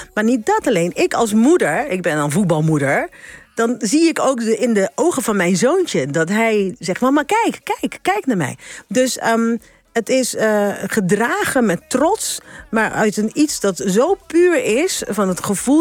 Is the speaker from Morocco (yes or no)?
no; Curaçao; wij zijn Curaçaoënaars, maar in het papiaments noem je dat Judy Corsao. Een kind van Curaçao. Dus Curaçao is onze moeder.